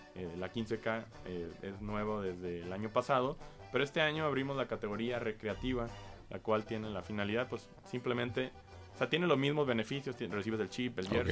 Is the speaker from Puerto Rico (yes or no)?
no; Mexico